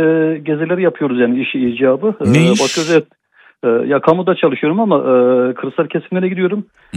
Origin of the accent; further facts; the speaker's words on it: Karaman, Turkey; ben memleketimi seviyorum, güzeldir.